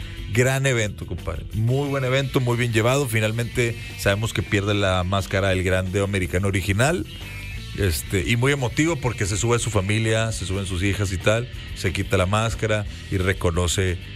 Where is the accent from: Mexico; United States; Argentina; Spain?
Mexico; uno como mexicano, como fan de la lucha libre mexicana